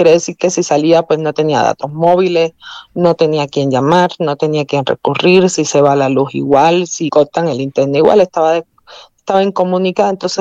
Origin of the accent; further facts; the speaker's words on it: Cuba; moved away as an adult; now in Mexico; Soy de origen cubano. Uh-huh. Llegué aquí en el año 2017 con beca CONACYT para la maestría de energía en la UNAM.